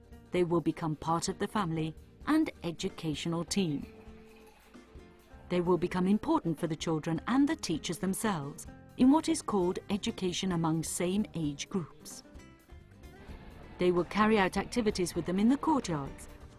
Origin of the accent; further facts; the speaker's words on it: Madrid, Community of Madrid, Spain; now in Ecuador; I'm Spanish from Madrid. I work with young children in difficulty in a center for minors. The situation isn't as dramatic, however, as here in Ecuador